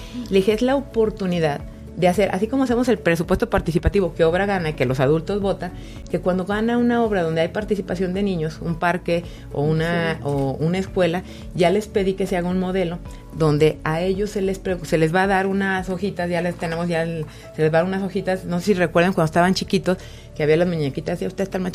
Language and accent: Spanish; León, Guanajuato, Mexico; en León tenemos grandes raíces de identidad, pero también fuertes alas para volar que nos da la historia